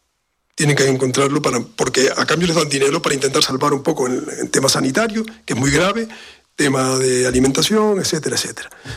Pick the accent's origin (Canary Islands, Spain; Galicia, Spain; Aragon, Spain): Canary Islands, Spain; ¿De dónde eres?, me preguntó Raúl al pasar por el pabellón de Cuba. Y cuando supo que era canario, dijo: entonces conoces a Cubillo.